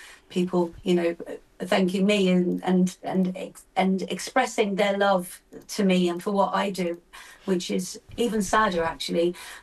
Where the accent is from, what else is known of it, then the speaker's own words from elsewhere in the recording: Kent, South East England, United Kingdom; I grew up on an estate in Kent.